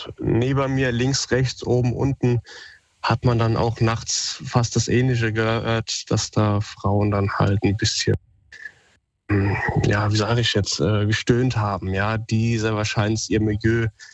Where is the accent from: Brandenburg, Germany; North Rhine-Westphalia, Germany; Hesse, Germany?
Hesse, Germany; Wiesbaden; ich komme aus Wiesbaden, Wilhelmstraße